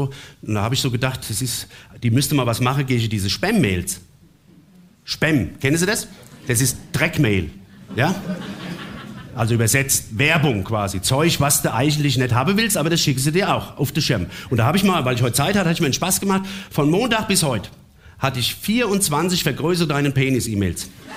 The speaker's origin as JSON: {"language": "German", "town": "Offenbach am Main", "region": "Hesse", "country": "Germany", "said": "ich komme ja aus Offenbach, das wisst ihr."}